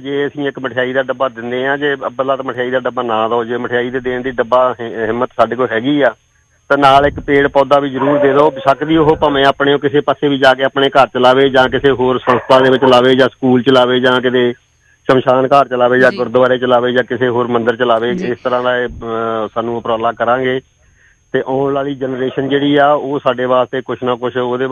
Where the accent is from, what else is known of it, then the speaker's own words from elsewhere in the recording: Sagwal, Punjab, India; now in Jalandhar, India; ਸਾਡਾ ਪਿੰਡ ਹੈਗਾ ਇੱਧਰੋਂ ਪਠਾਨਕੋਟ ਰੋਡ 'ਤੇ ਕਿਸ਼ਨਗੜ੍ਹ ਦੇ ਕੋਲ ਸਗਵਾਲ ਪਿੰਡ